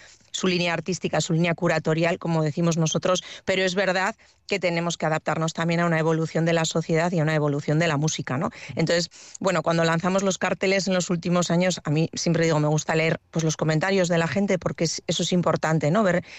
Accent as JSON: {"language": "Spanish", "region": "Basque Country", "country": "Spain", "said": "A nosotros en Euskadi pues no nos llama la atención porque somos de aquí, somos vascos y aquí llueve"}